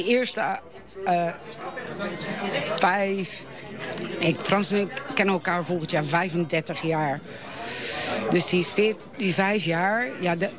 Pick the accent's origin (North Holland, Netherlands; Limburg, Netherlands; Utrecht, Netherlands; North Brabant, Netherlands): Limburg, Netherlands; Raar; Ik kom uit Raar, ja.